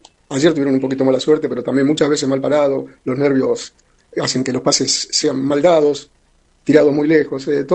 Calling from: Argentina; de Villarrafo.

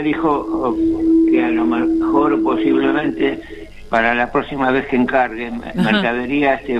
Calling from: Argentina; Yo soy de Castillo.

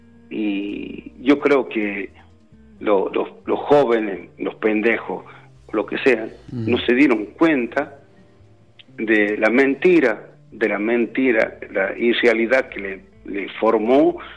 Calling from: La Rioja, Argentina; de la provincia de La Rioja.

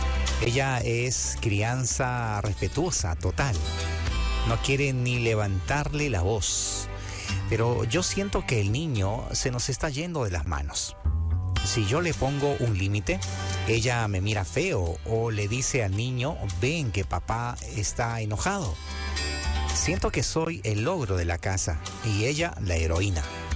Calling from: Lima, Peru; de Lima, Perú.

